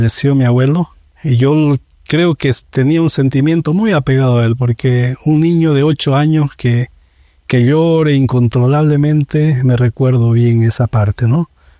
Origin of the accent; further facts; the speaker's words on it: El Torno, Santa Cruz, Bolivia; Prácticamente yo me crié acá en el Torno con mis hermanos. Yo el día que reconozco ya me acuerdo de acá del Torno nomás. Yo acá nací. Estuvo más apegada a mi vida hacia los abuelos de mi padre, o sea, la cultura vallegrandina